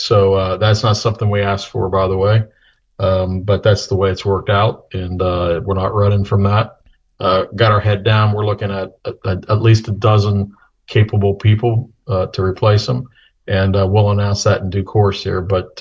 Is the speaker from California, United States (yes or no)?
no; Gahanna, Ohio, United States; me growing up in Gahanna, Ohio, you know, very Midwest